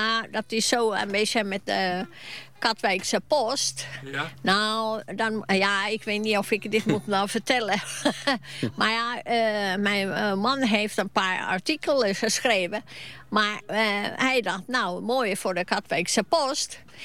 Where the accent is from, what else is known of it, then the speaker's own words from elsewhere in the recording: Finland; also born or lived in Sweden; Ik kom uit Finland. En mijn moeder woont in Noorwegen... Maar we hebben ook in Zweden gewoond.